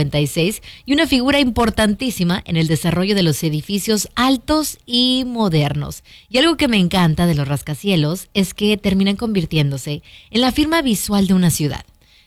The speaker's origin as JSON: {"language": "Spanish", "town": "Monterrey", "region": "Nuevo León", "country": "Mexico", "tie": "born or raised there", "said": "a mí me encanta obviamente mi ciudad natal, Monterrey, que tiene muchos, pero muchos rascacielos."}